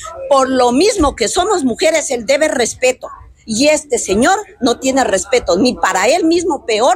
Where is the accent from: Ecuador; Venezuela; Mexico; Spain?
Ecuador; Catamayo, Loja; nosotros que somos de aquí de Catamayo.